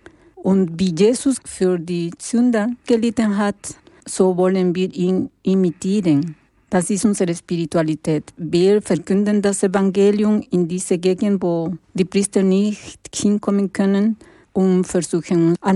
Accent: Lima, Peru; born there; German is a second language; moved away; Und ich bin in Lima geboren und habe ich viel Armut gesehen.

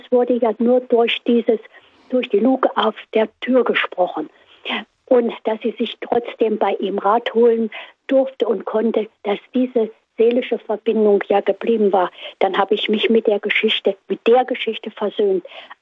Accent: Thuringia, Germany; Als junger Mensch ich komme aus dem Eichsfeld, das war ja damals Ostzone

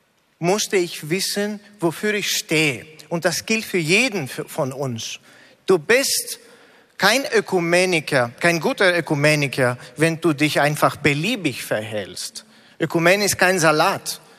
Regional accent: Greece; moved away as an adult; now in Germany; Also ich bin in Griechenland geboren und aufgewachsen. 97% der Bevölkerung sind orthodoxe Christen.

